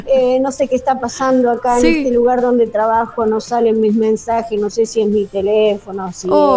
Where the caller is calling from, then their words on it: Argentina; somos argentinos